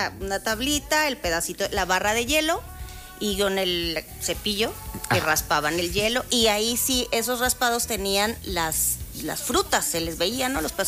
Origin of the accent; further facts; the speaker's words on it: Guadalajara, Jalisco, Mexico; now in Morelia, Mexico; Yo soy de Guadalajara